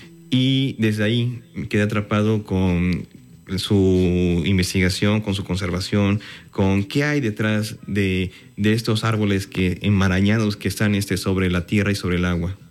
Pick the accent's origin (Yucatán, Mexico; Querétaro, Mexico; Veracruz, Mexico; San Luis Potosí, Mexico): Veracruz, Mexico; Alvarado; Como yo soy de Alvarado, crecí viendo los manglares, ¿no? Desde chiquito.